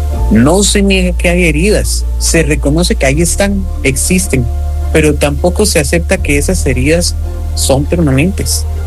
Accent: Costa Rica; para nosotros como costarricenses

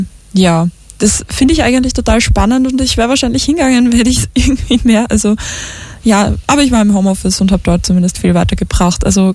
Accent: St. Pölten, Lower Austria, Austria; Also ich kenne aus vielen Gesprächen, wenn ich erzähle, ich bin aus St. Pölten, dann werde ich meistens so ein bisschen bemitleidend angeschaut

